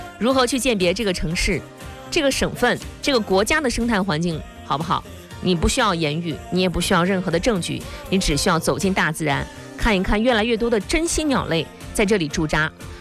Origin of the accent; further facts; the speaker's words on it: Shandong, China; 这正是我们山东人献给世界的盛大浪漫，